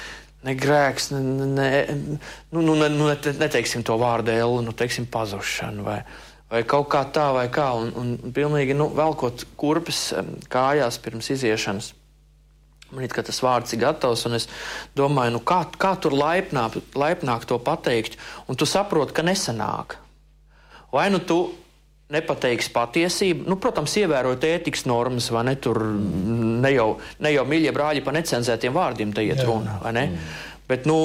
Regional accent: Ainaži, Limbaži Municipality, Latvia; Ainežos, es esmu no Ainežiem.

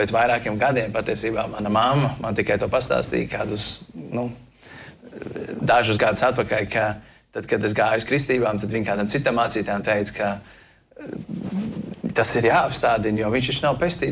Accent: Grobiņa, Kurzeme, Latvia; also born or lived in Liepāja; Un būtībā arī pats uzaugu bērnībā Grobiņā pirmos dažus gadus.

